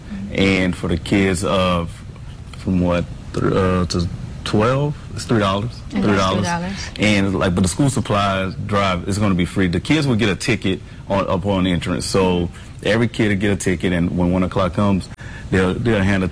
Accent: Rayne, Louisiana, United States; So Brandon and I, we're both from Rain.

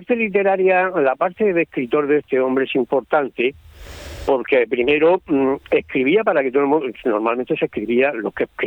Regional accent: Region of Murcia, Spain; yo soy de Murcia

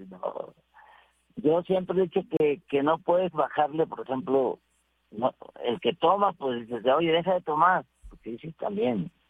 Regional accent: Monterrey, Nuevo León, Mexico; yo soy de Monterrey y en Monterrey no puedes

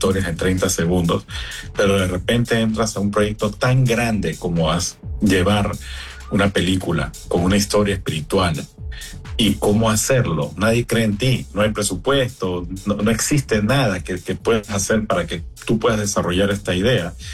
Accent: Peru; moved away as an adult; now in Panama; Soy peruano, pero vivo en Panamá hace 25 años

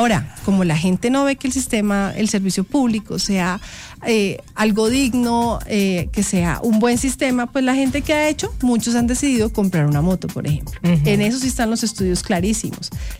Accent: Bogotá, Bogotá Capital District, Colombia; Es que es nuestra ciudad.

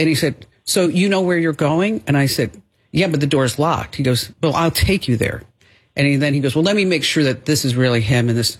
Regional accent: New Jersey, United States

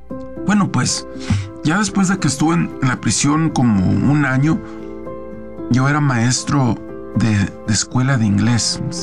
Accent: Mexico; moved away; estamos los mexicanos

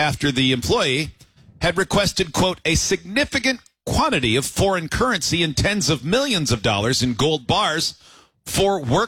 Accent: New Jersey, United States; I'm originally from Jersey.

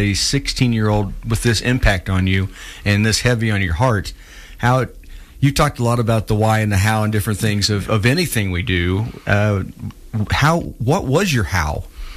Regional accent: Missouri, United States; I played all the sports, but we were kind of unique. I grew up in Missouri. There weren't the geeks and the meatheads and the jocks.

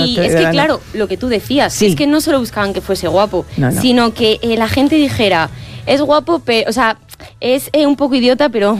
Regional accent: Salamanca, Castile and León, Spain; Y si soy salmantina.

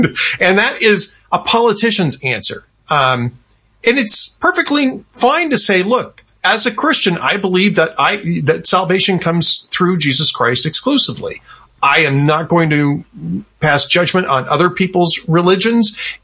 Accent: Los Angeles, California, United States; born there; moved away; it's actually my native land. I was born in Los Angeles

